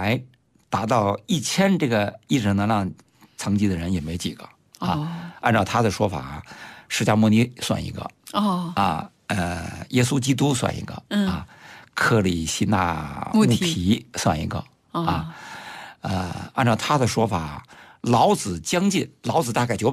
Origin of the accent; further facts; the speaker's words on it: China; 我们中国人说的风水